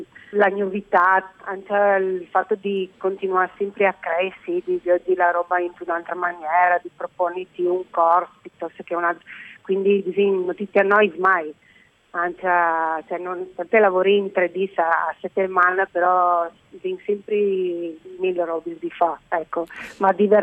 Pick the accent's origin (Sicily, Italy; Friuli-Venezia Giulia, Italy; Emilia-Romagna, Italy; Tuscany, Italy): Friuli-Venezia Giulia, Italy; Latisana; accent: Veneto; moved away; Io sono nata alla Tisana, hai fatto metà della mia vita alla Tisana, quindi ho un accento più veneto.